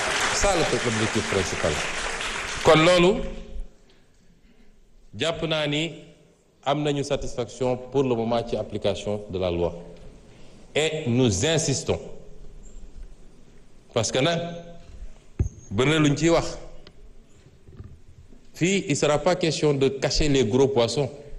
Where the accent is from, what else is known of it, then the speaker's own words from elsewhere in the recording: Senegal; Nous, au Sénégal